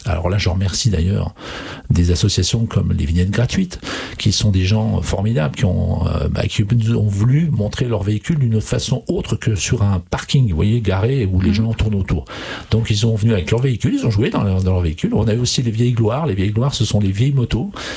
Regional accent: Villey-Saint-Étienne, Grand Est, France; nous sommes originaires de Villers-Saint-Étienne

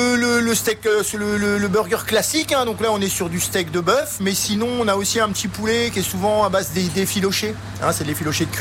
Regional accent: Verdun, Grand Est, France; Nous, on est de Verdun. Donc, on est à peu près à une heure d'ici, quoi. On est dans la Meuse.

